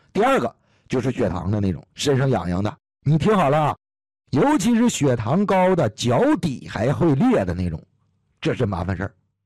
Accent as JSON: {"language": "Chinese", "region": "Northeast China", "country": "China", "said": "我是东北人啊，我们东北老家有一句话就说"}